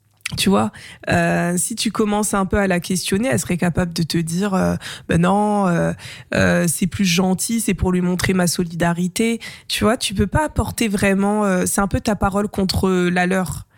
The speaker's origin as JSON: {"language": "French", "town": "Paris", "region": "Île-de-France", "country": "France", "said": "mais avant je disais bah je suis française. Tu vois, où je viens de Paris."}